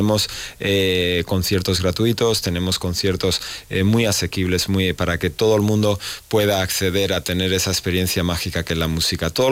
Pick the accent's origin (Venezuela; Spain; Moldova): Spain; La Rioja; moved away; que me den a mí la oportunidad también como riojano, que lo hago con tanto cariño, de esta oportunidad de regresar a mi tierra